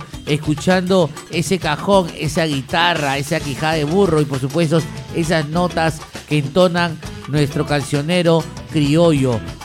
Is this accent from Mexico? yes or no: no; Peru; somos peruanos